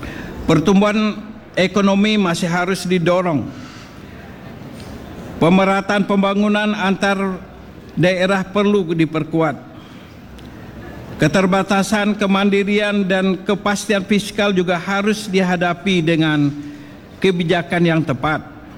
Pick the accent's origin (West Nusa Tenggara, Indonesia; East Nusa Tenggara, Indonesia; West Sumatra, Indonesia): West Sumatra, Indonesia